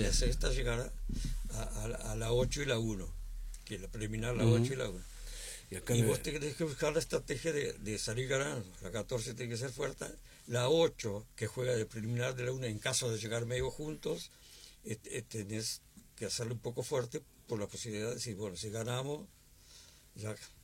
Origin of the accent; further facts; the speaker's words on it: Montevideo, Uruguay; Yo fui criado en Joaquín Suárez, casi presidente de Viera, hasta que me casé. Y después me casé y viví a la vuelta. Y después viví enfrente a la casa de mis padres, así por Joaquín Suárez.